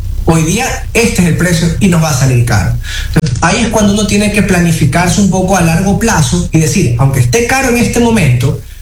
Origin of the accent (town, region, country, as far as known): Ecuador